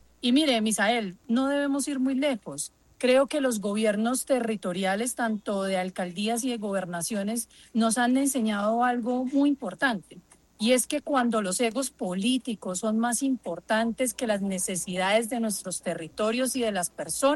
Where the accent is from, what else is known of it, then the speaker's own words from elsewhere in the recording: Colombia; como colombianos y como colombianas